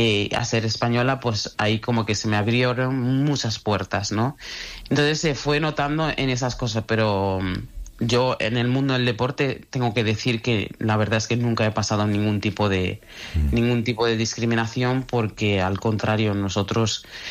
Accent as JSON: {"language": "Spanish", "region": "Bamako", "country": "Mali", "second_language": "Spanish", "lives_now": "Galicia, Spain", "said": "La verdad, o sea, es que Galicia es totalmente diferente a Bamako."}